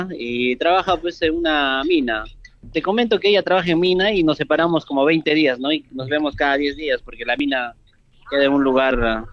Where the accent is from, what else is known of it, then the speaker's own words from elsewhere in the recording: Arequipa, Peru; En Arequipa, yo soy de Arequipa, del Club Melgar.